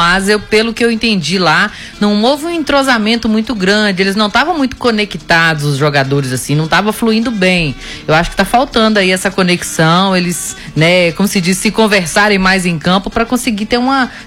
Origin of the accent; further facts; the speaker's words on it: Brazil; A gente é brasileiro